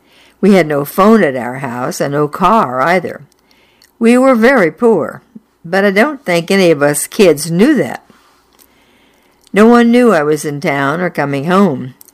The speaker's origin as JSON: {"language": "English", "region": "Indiana", "country": "United States", "tie": "born or raised there", "said": "I was born and raised in Indiana, and I knew all these towns that were written here, and I knew how to pronounce them."}